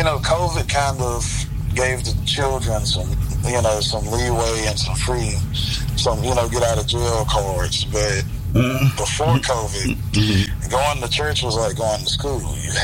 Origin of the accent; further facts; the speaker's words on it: Ruston, Louisiana, United States; also born or lived in Spearsville; Yes, sir. I was born and reared in Ruston, but I spent a lot of my childhood in a very small town about 40 minutes north called Spearsville, which is where my grandparents lived.